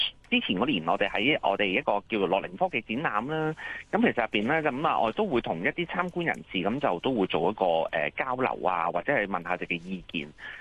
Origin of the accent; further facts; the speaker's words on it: China; 其實我哋中國人咧，即係正所謂民以食為天啦